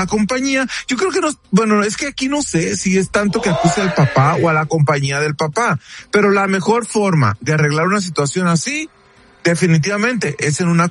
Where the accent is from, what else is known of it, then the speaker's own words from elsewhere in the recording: Mexico; nosotros como mexicanos